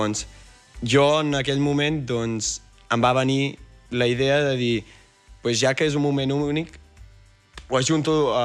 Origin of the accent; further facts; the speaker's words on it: Berga, Catalonia, Spain; Sí, sí, sóc de Berga.